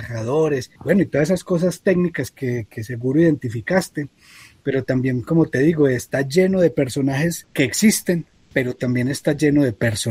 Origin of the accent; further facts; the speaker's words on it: Colombia; moved away; also born or lived in Mexico; Yo me fui de Colombia para México, me fui hace 10 años, o sea, en el 2014